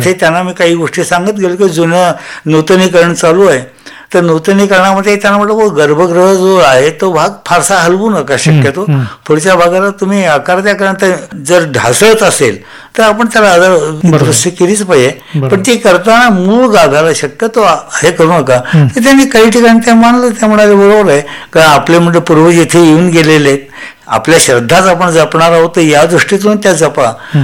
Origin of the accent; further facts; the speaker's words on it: Kolhapur, Maharashtra, India; मी कोल्हापुरात राहत होतो